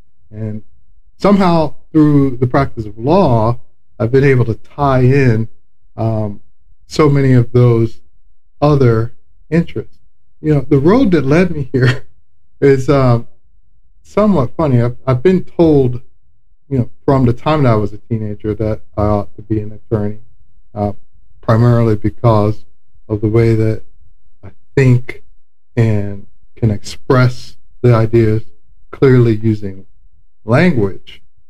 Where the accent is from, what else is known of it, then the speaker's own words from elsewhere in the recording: Florida, United States; So I'm from South Florida, so if you're able to pick up on that accent, kudos for you. Now, growing up in South Florida